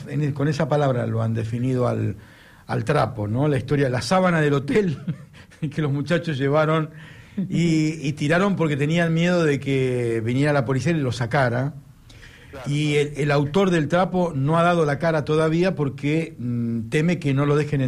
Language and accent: Spanish; Spain; Soy español.